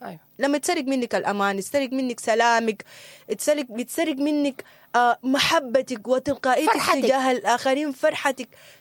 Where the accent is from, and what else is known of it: Sudan